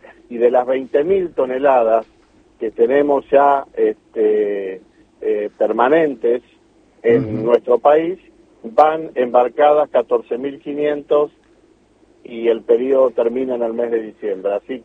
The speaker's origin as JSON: {"language": "Spanish", "town": "25 de Mayo", "region": "Buenos Aires Province", "country": "Argentina", "said": "mi pueblo 25 de mayo"}